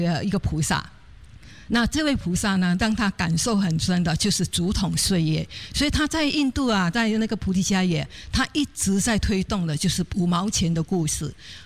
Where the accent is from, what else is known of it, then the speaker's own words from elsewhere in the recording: Singapore; moved away as an adult; 我来自佛国的新加坡人，